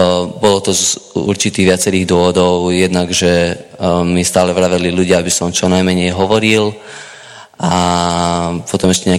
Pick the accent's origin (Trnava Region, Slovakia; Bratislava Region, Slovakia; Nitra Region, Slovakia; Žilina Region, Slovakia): Nitra Region, Slovakia; Komárno; ja som vyrastal vlastne v kresťanskej rodine v Komárne